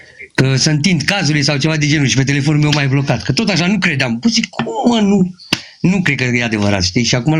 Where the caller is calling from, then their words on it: Panaghia, Romania; Aici, din comună, din lângă. Din sat, de aici. Aici, din sat. Sunt de la Panaghia, mai exact, dacă știți.